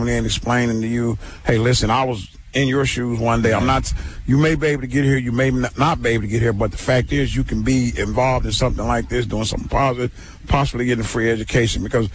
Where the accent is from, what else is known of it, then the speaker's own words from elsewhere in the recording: Little Rock, Arkansas, United States; when I was growing up, we didn't have that here in Little Rock either.